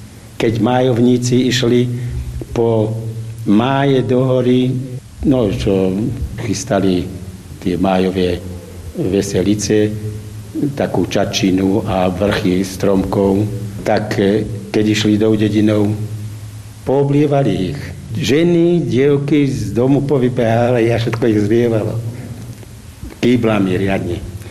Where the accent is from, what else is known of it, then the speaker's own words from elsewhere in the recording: Vyšný Sliač, Žilina Region, Slovakia; Ja som z Vyšného Sliača